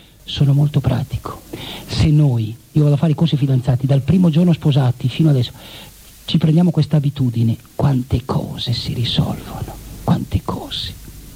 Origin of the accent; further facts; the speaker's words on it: Milan, Lombardy, Italy; io sono milanese, Milano siamo sclerati noi col lavoro, ma penso anche voi.